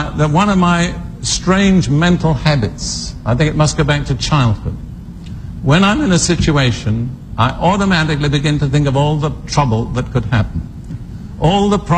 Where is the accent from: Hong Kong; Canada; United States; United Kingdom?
United Kingdom